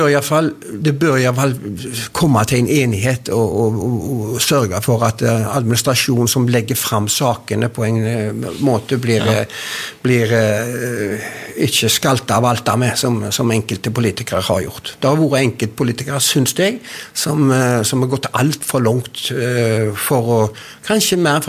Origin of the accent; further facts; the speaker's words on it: Håvik, Rogaland, Norway; Jeg er fra Håvik